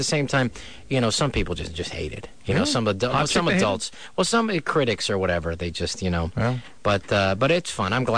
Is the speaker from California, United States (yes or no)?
yes; San Francisco, California, United States; I grew up in San Francisco.